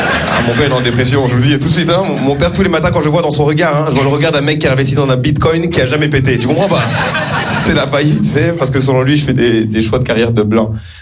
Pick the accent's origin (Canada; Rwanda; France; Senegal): Rwanda; Surtout parce que je suis un Rwandais rare, tu vois. Je suis un Rwandais qui existe.